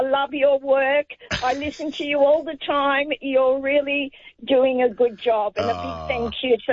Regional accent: Sydney, New South Wales, Australia; now in Kingsgrove, Australia; I was brought up in Paddington, the eastern suburbs

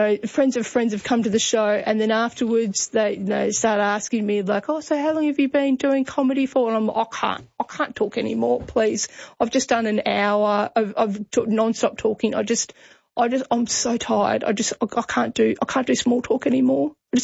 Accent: Albury, New South Wales, Australia; then it's Albury, which I'm very excited because that's my hometown.

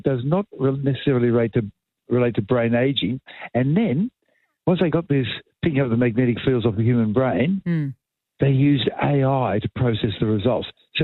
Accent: Wollongong, New South Wales, Australia; And that was growing up in Wollongong.

